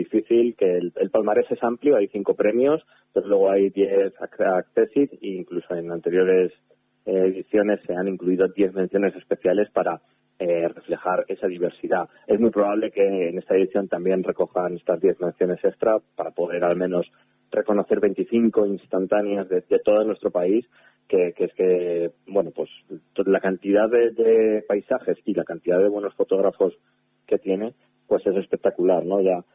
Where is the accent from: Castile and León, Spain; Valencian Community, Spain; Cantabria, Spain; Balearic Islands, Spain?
Cantabria, Spain; Santander; now in Madrid, Spain; Yo soy cántabro, soy de Santander, y entonces también me quedo a veces alucinando de los rincones que hay en Cantabria, ¿no?